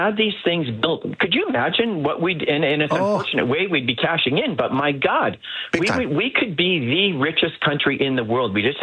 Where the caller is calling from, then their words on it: British Columbia, Canada; as a British Columbian.